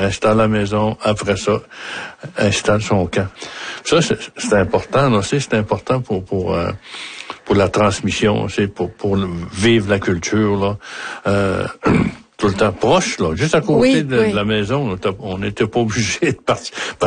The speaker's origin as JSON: {"language": "French", "town": "Sept-Îles", "region": "Quebec", "country": "Canada", "tie": "born there", "said": "Je suis né ben à Sept-Îles, pas loin de Sept-Îles. Puis j'étais au pensionnat."}